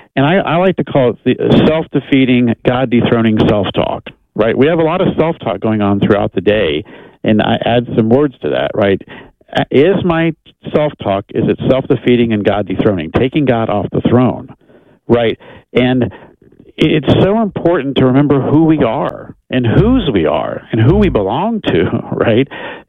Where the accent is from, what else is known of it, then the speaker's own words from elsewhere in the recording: Texas, United States; I'm from Texas, right?